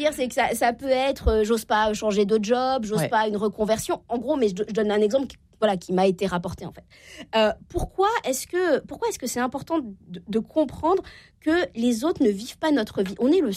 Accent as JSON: {"language": "French", "region": "Normandy", "country": "France"}